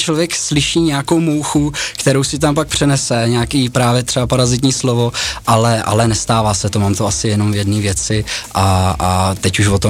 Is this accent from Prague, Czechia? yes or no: no; Vysočina Region, Czechia; Hrál jsem víceméně v takových regionálních kapelách tam u nás na Vysočině.